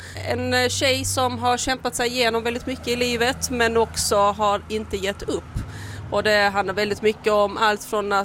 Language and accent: Swedish; Hässleholm, Skåne, Sweden; Han är ju själv från Hässleholm och jag är också från Hässleholm.